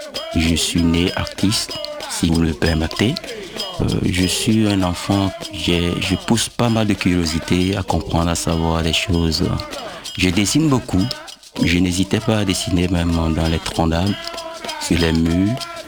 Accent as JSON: {"language": "French", "town": "Grand-Popo", "region": "Mono", "country": "Benin", "said": "Je suis originaire de Grand Popo, comme tu l'as dit, effectivement."}